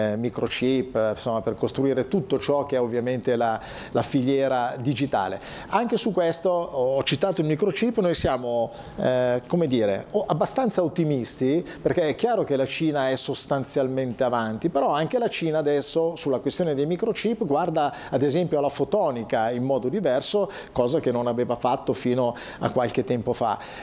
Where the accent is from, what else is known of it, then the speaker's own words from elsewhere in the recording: Como, Lombardy, Italy; Vi dico che da Comasco, ancorché insomma diciamo da legislatore